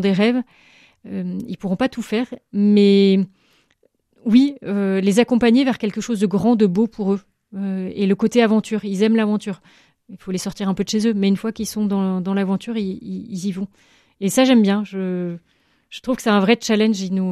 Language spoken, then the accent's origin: French; Brittany, France; D'abord, j'étais contente de revenir dans ma région d'origine. Et puis, toute la vie apostolique qui est à Brest est très riche.